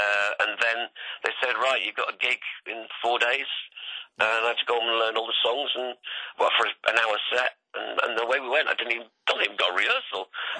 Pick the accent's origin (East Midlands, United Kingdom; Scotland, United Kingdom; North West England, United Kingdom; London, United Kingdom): North West England, United Kingdom; Blackpool; moved away as an adult; also born or lived in Poulton-le-Fylde; Blackpool, lad. Yeah, Sandgrónan. Yeah, I was born in Poulton and lived in Blackpool up to being about 18